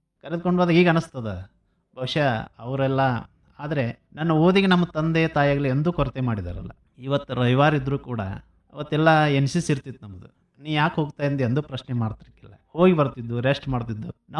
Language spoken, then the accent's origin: Kannada; Giriyal, Karnataka, India; 1981 October 28 ನನ್ನ ಜನನ ಆಯಿತು ಗಿರಿಯಾಲ್ ಗ್ರಾಮದಲ್ಲಿ, ಬೇಲಂಗಲ್ ತಾಲೂಕಿನ ಗಿರಿಯಾಲ್ ಗ್ರಾಮ. … ಮೂಲತಃ ನಮ್ಮದು ಆ ಗ್ರಾಮದಲ್ಲೇ ಒಂದಿಷ್ಟು ಅವಿವ್ಯಕ್ತ ದೊಡ್ಡ ಕುಟುಂಬ.